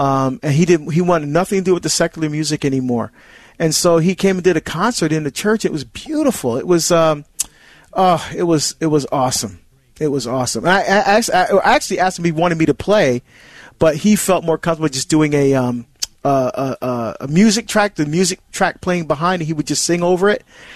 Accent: Barbados; very popular in my country, my home country of Barbados. In fact, when my daughter Angela and I go home, or when I call home Barbados, that's where I'm from, right?

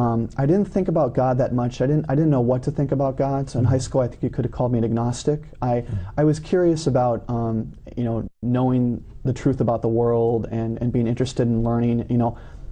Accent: Minnesota, United States; moved away; also born or lived in Michigan; And when I was about five, we were living in the upper peninsula of Michigan, and we moved to Minnesota.

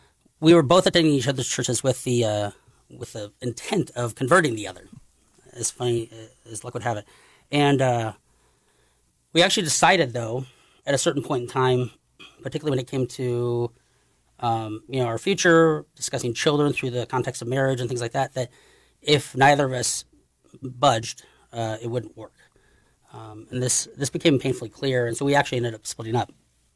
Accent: Norfolk, Nebraska, United States; born there; I was born in Norfolk, Nebraska, and my parents were Protestant and evangelical, non-denominational

